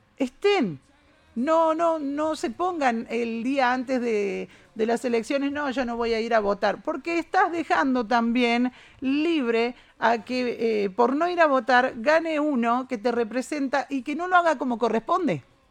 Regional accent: Córdoba, Argentina; yo crecí en Barrio General Bustos, vivo en la casa donde nací

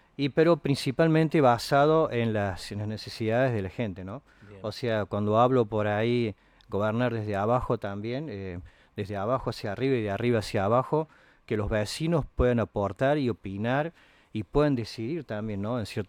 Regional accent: Alta Gracia, Córdoba, Argentina; Nací acá, por supuesto, en Altagracia. Mis abuelos, mis bisabuelos, bueno, nosotros somos ascendientes indígenas.

